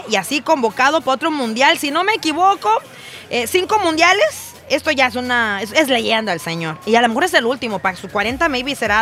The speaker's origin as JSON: {"language": "Spanish", "town": "Tijuana", "region": "Baja California", "country": "Mexico", "said": "Bueno, yo no soy de San Diego, pues, pero soy brincando el charco. O sea, soy de Tijuana. O sea, casi allá a la vuelta."}